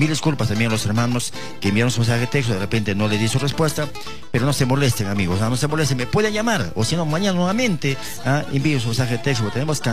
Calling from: Santo Domingo, Dominican Republic; Soy acá de Santo Domingo, Santo Domingo, Santo Domingo.

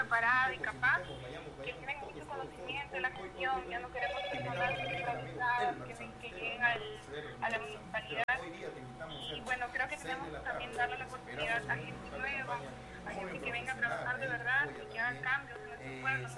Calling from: Túcume, Lambayeque, Peru; Soy joven tucumana.

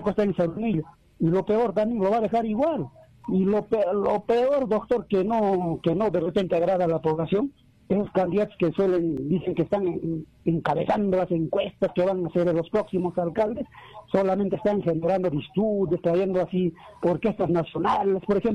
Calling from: Juliaca, Puno, Peru; de acá de Juliaca.

